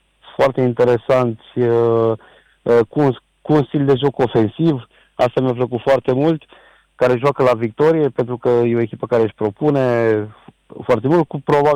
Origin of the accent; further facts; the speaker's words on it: Sibiu, Sibiu County, Romania; Șelimbărul este parte din Sibiu, este legat. Noi suntem toți sibieni, toți care suntem acolo, am crescut în Sibiu.